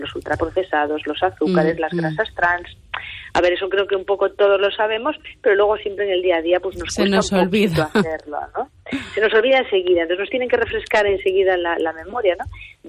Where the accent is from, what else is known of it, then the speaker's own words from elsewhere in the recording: Ourense, Galicia, Spain; siendo gallegos y siendo orense